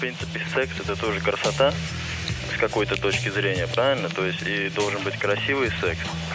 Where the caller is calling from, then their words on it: Baku, Azerbaijan; Я сам из Баку.